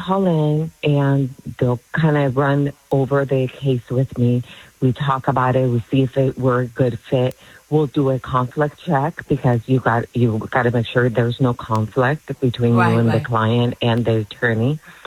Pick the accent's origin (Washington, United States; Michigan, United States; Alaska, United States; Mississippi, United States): Alaska, United States; Yes, I grew up in Alaska.